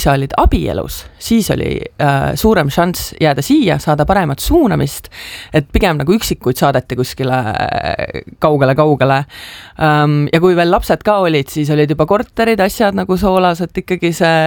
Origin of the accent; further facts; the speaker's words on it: Tallinn, Harju County, Estonia; Ma ise kasvasin Sõpruse puiesteel üles ja käisin buss number 10 peale seal tipi bussipeatusest alati Nõmmele muusikakooli.